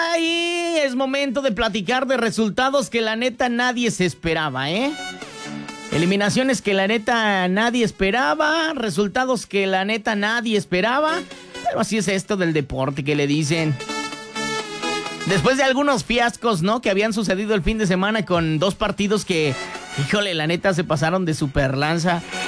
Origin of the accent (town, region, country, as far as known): Mexico